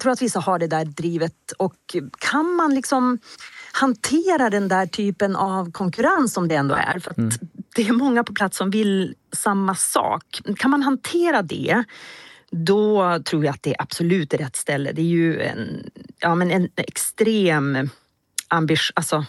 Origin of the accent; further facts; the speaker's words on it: Robertsfors, Västerbotten County, Sweden; also born or lived in Stockholm; now in Robertsfors, Sweden; väljer ändå den plats där man växte upp för att landa mjukt. Och det har vi verkligen fått göra.